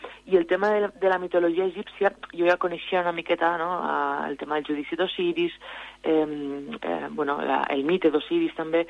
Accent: Móra d'Ebre, Catalonia, Spain; jo sóc de Mora d'Ebre, de la Ribera d'Ebre

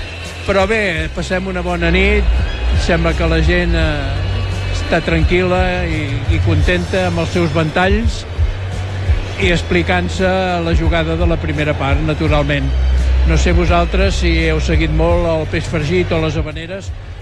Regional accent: Blanes, Catalonia, Spain; els blanems, els que som de Blanes

